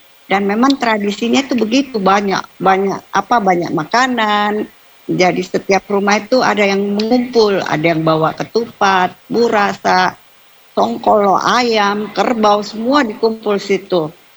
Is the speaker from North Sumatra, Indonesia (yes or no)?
no; South Sulawesi, Indonesia; sementara kita orang Sulawesi Selatan seakan-akan sudah mau melupakan yang seperti itu.